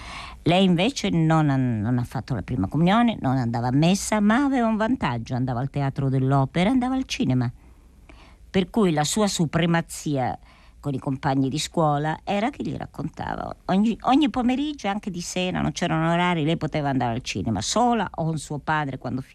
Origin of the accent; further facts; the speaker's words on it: Calabria, Italy; io sono meridionale, sono calabrese